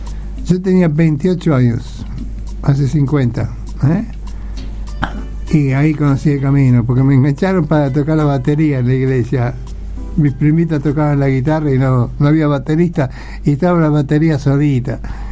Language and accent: Spanish; Argentina; Somos todos argentinos